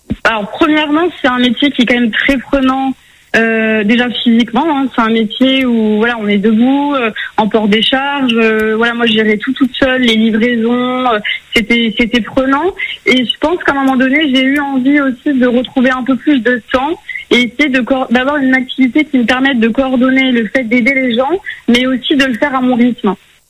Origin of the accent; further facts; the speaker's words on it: Saint-Pierre, Réunion; also born or lived in Toulouse, France; now in Montpellier, France; Non, parce que alors moi je suis née à Toulouse, mais par contre j'ai grandi 20 ans à La Réunion.